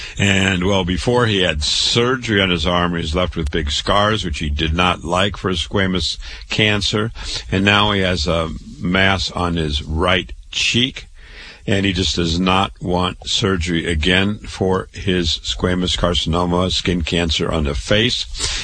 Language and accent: English; Waterloo, Iowa, United States; I was born and raised in Waterloo, Iowa.